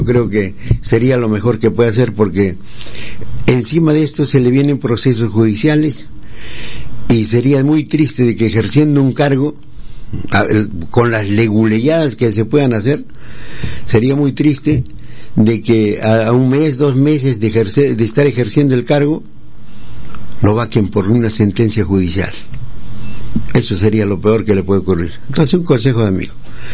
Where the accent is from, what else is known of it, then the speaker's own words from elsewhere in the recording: Tarata, Tacna, Peru; por Tarata, por mi tierra